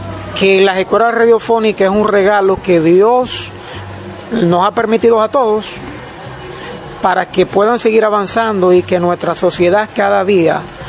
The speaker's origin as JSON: {"language": "Spanish", "town": "San Francisco de Macorís", "region": "Duarte", "country": "Dominican Republic", "said": "de San Francisco de Macorís."}